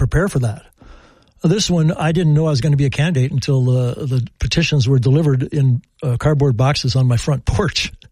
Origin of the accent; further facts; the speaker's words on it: Maquoketa, Iowa, United States; now in Cedar Rapids, United States; This is where I'm from. I was born in Postville, raised in Maquoketa, live in Cedar Rapids. I love Northeast Iowa.